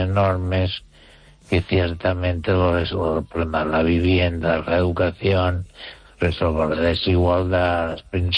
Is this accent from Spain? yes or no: yes; Spain; Y no quiero ser recordado como una persona hecha cosa, sino como un español que razona.